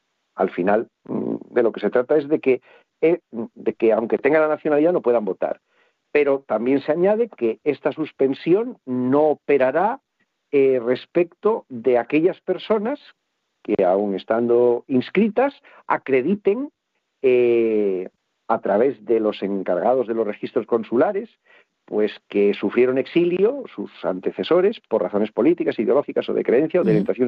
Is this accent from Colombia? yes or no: no; Spain; Aquí se trata simplemente de que soy español